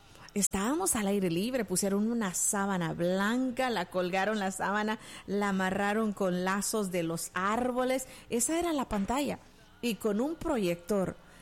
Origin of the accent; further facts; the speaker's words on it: El Salvador; born there; en mi país, El Salvador